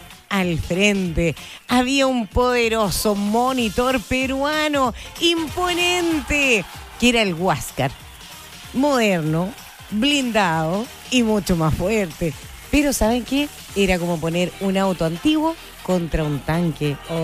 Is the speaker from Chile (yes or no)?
yes; Chile